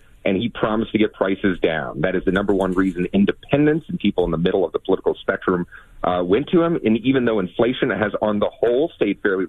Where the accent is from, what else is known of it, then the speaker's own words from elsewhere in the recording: Virginia, United States; outside of Virginia, my hometown, our home state, not built a lot of data centers